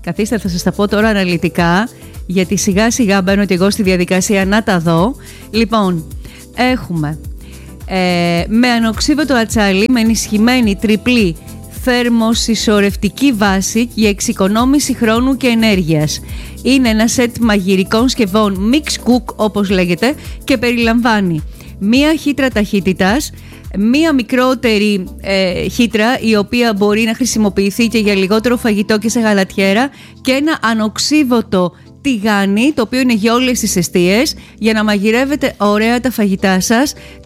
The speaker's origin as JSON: {"language": "Greek", "region": "Peloponnese", "country": "Greece", "said": "Την κάνουμε παραδοσιακά στη πατρίδα μου."}